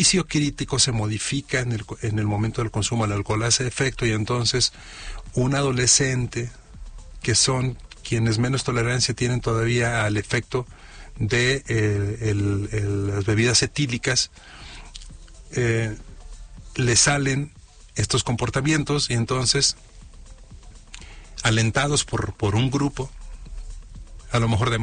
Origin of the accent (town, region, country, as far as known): Mexico